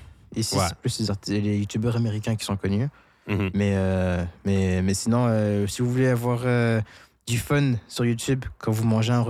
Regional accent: France; now in Miramichi, Canada; moi, je suis français

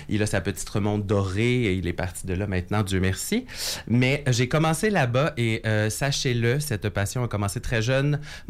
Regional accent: Saint-Odilon-de-Cranbourne, Quebec, Canada; born there; moved away; j'ai un très grand parcours qui est parti d'un tout petit village qui s'appelle Saint-Audilon de Cranbourne en Beauce. Oui, c'est un village avec plusieurs traits d'union, donc vous comprendrez que le nombre d'habitants réduit avec chaque trait d'union dans le village.

